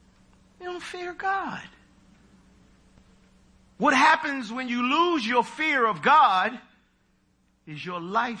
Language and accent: English; United States; born there; You all know that I'm a Jamaican. Of Jamaican DNA, but American born.